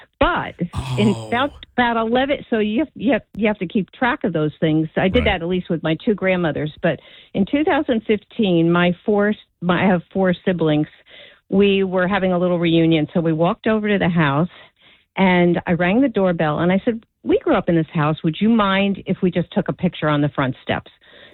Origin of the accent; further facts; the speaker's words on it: South Orange, New Jersey, United States; I grew up in South Orange.